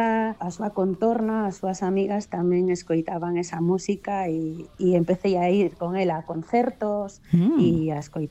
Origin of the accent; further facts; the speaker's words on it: Santiago de Compostela, Galicia, Spain; now in Redondela, Spain; aquí onde vivo agora en Redondela, porque eu son de Compostela, pero fai 19 anos que estou vivindo en Redondela